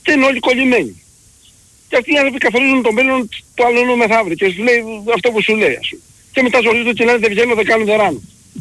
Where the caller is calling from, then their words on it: Central Greece, Greece; είμαι από Εύβοια.